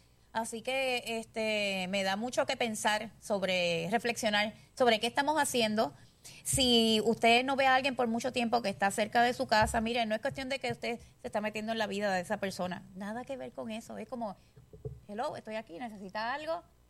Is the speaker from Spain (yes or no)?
no; San Juan, Puerto Rico; La época de mi abuela, mi mamá, yo me crié en San Juan, pero en Manatí, donde eran mis papás, todo el mundo se conocía